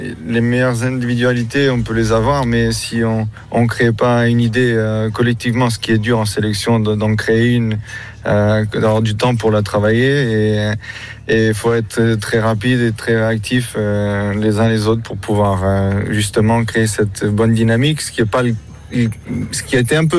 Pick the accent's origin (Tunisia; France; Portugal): Portugal; Et même nous, en tant que Portugais, on a cette.